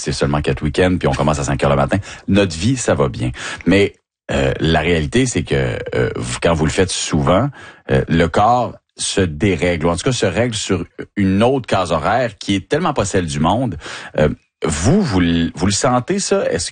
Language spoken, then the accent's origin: French; Quebec, Canada; Mais quand on vient du Saguenay-Lac-Saint-Jean, au contraire, c'est jamais difficile à porter nos origines.